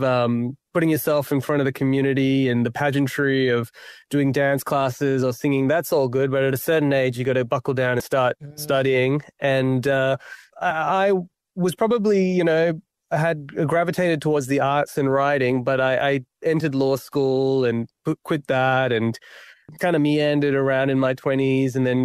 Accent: Perth, Western Australia, Australia; I'm Sri Lankan Tamil, and I was born in Perth, but my parents, they were, they're migrants. And so, you know, they lived during the Sri Lankan Civil War. And so they've fled Sri Lanka. And then, you know, I grew up in Perth

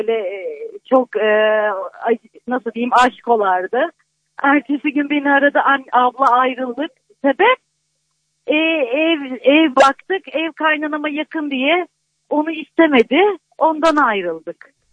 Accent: Bursa, Turkey; Ben Bursa'nın yerlisiyim.

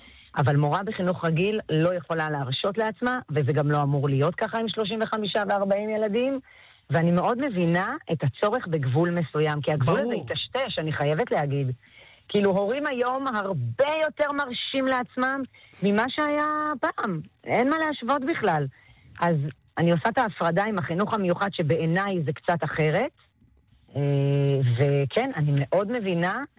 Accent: Jerusalem, Jerusalem District, Israel; born there; אני ירושלמית במקור, נולדתי ברמות.

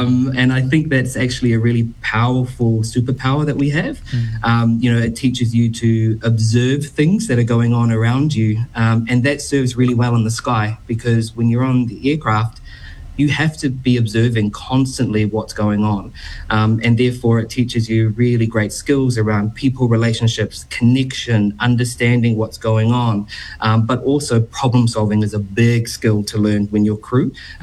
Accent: Henderson, Auckland, New Zealand; Growing up in Henderson, small boy, playing down in the Henderson Creek, catching eels, as you do.

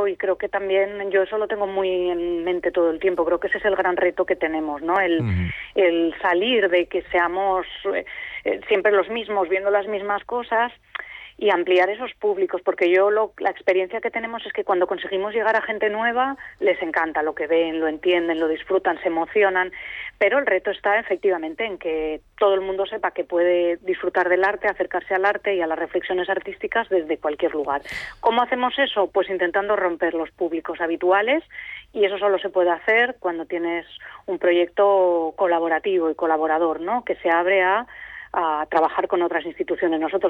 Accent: Asturias, Spain; todo lo que nos ha conformado como asturianos y asturianas

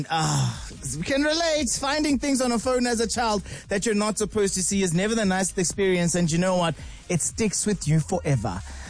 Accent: Alberton, Gauteng, South Africa; Anyway, we're going to my hometown, Alberton, where all the juicy secrets start.

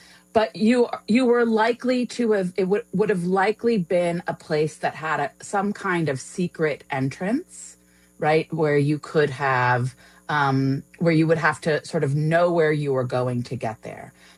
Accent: New York City, New York, United States; now in Chicago, United States; So I grew up in New York City, not far from the Stonewall Inn. I now live in Chicago

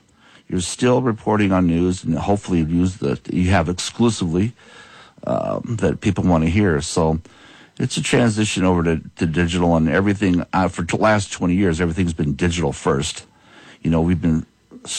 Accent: Michigan City, Indiana, United States; moved away as an adult; start off my career all over Indiana and my hometown paper, Michigan City, Indiana.

